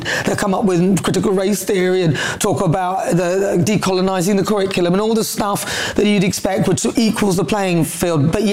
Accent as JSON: {"language": "English", "town": "Newcastle", "region": "North East England", "country": "United Kingdom", "tie": "born or raised there", "said": "I am a northern working class woman, by the way, just so you know. You know, I was born in Newcastle. I'm a Geordie."}